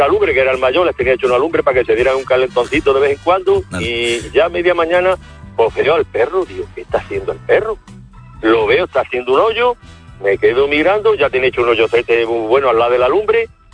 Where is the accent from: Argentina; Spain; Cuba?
Spain; Extremadura; pues yo soy de Liga Antigua ya. Y estábamos cogiendo aceitunas un día de estos que hace frío del carajo, como dicen aquí en Extremadura, mucho frío.